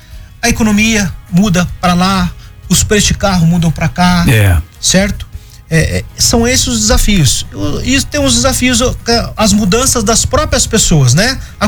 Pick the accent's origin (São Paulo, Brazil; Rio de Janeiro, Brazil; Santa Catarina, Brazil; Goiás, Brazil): São Paulo, Brazil; São José dos Campos; eu sou de São José dos Campos.